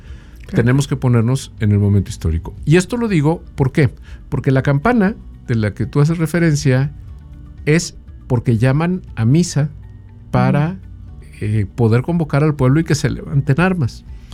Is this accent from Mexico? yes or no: yes; Mexico